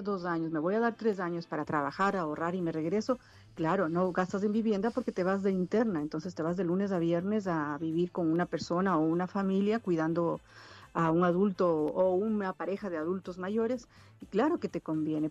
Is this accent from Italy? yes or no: no; Riobamba, Chimborazo, Ecuador; moved away; esto es mi tierra. Yo me hubiera llevado la compra. Y siendo de Riobamba nomás.